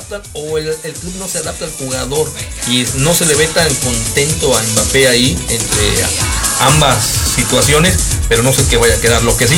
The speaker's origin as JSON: {"language": "Spanish", "country": "Mexico"}